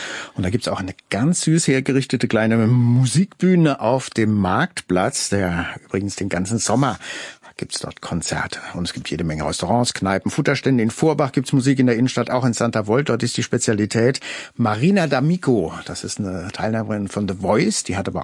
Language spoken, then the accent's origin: German; Rhineland-Palatinate, Germany; ich als Pfälzer